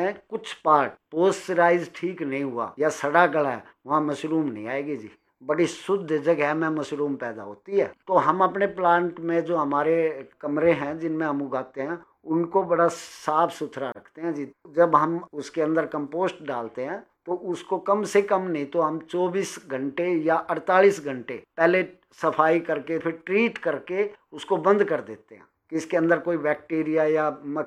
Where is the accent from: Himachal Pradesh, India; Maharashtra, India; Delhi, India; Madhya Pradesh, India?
Delhi, India; मैं तो दिल्ली का ही रहने वाला हूँ